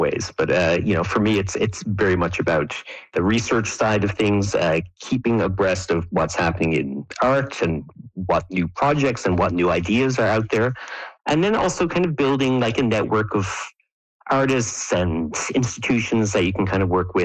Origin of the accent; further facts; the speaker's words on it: St. John's, Newfoundland and Labrador, Canada; moved away as an adult; You know, I'm from St. John's originally, of course, and studied in Grenfell in Cornerbrook. And then in 99, I moved away. So, I mean, I still return home because of all my family connections and stuff are all there, of course.